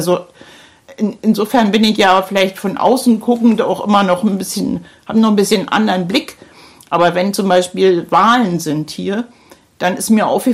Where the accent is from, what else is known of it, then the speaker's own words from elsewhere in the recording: Berlin, Germany; in Berlin, wo ich herkomme, dass die Leute bereit wären, so viel Arbeit zu investieren